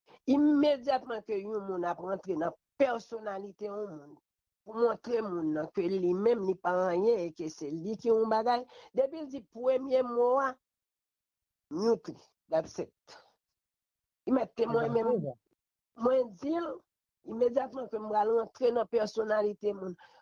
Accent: Haiti; Donc moi-même c'est vrai, me vrai nous était ensemble en tant que haïtien pour nous ne pas discréditer l'autre

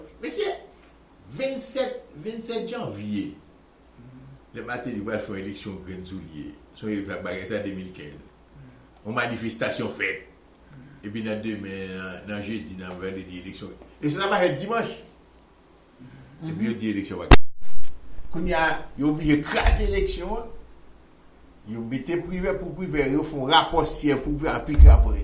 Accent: Haiti; Je suis haïtien, je suis tout haïtien.

